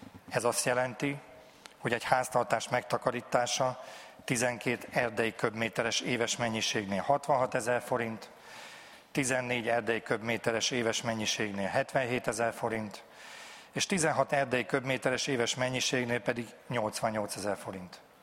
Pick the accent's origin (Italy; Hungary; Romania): Hungary; Gelléháza, Zala; Egy Zala megyei faluban, Gelléházán nőttem fel.